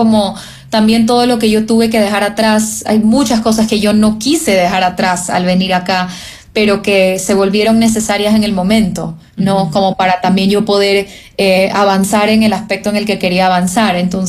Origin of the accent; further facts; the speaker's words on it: Ecuador; moved away; ¿y de dónde eres tú? Y yo, de Ecuador.